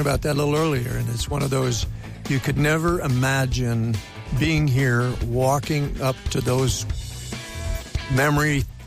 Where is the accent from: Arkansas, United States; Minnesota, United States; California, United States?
Minnesota, United States; as a Minnesotan